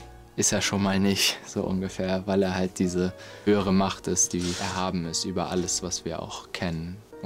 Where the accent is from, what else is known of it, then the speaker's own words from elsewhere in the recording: Hamburg, Germany; Aufgewachsen bin ich im Nordosten Hamburgs als Teil einer Baha'i-Familie und auch einer Baha'i-Gemeinde.